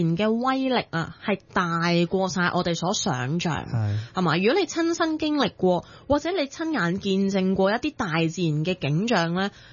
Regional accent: Hong Kong; 我哋身為香港人

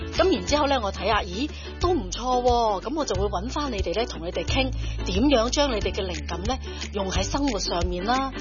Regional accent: Yuen Long, New Territories, Hong Kong; 做一个我哋元朗传统嘅大盘菜

